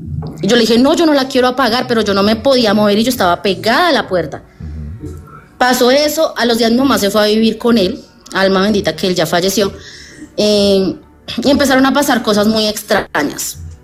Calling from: Bogotá, Colombia

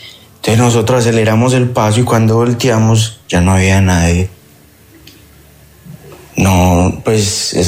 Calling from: Itagüí, Antioquia, Colombia; Yo me comunico desde Medellín, desde Itagüí.

